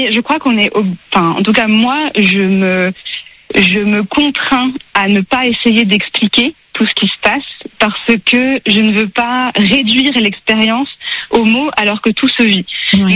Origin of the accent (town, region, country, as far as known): Maisons-Laffitte, Île-de-France, France; born or raised there